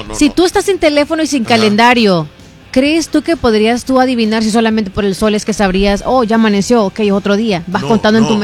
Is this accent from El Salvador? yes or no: yes; El Salvador; porque somos los salvadoreños